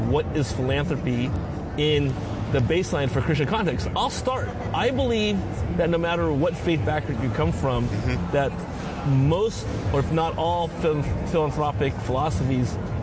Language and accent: English; Alameda, California, United States; now in New York, United States; actually comes from my hometown in the San Francisco Bay Area, Alameda